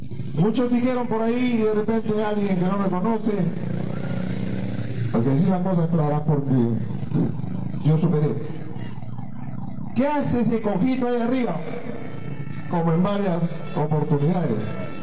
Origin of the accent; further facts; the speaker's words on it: Mollendo, Arequipa, Peru; servir a mi pueblo, servir a mi provincia. Ya lo hice en Moliendo